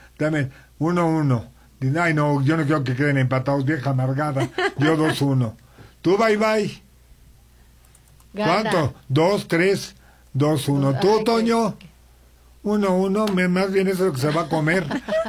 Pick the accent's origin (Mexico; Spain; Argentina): Mexico